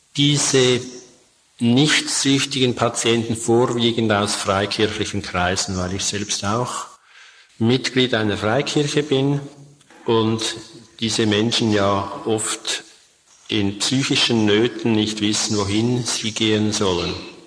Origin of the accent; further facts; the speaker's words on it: Switzerland; accent: Swiss; Ich komme aus der Schweiz, wie Sie wahrscheinlich schon bei den ersten Worten hören, und bitte um Entschuldigung für mein Hochdeutsch.